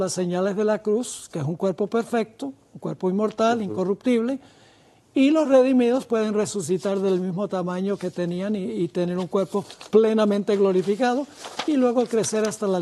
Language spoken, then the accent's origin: Spanish; Venezuela; yo crecí en Venezuela, muchas veces visité Calabozo, los llanos de Venezuela.